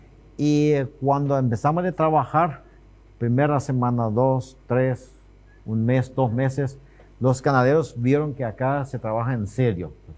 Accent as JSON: {"language": "Spanish", "country": "Paraguay", "said": "yo soy paraguayo, o sea, yo voy a quedar en Paraguay. Yo demasiado amo a Paraguay."}